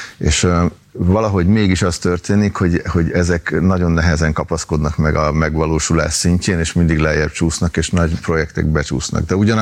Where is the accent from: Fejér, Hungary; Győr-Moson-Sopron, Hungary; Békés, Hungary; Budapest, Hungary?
Budapest, Hungary; újpesti vagyok, onnan származom, ugye, és gyakorlatilag abban az utcában lesz az új metró megálló, ahol felnőttem, tehát Rózsa utcában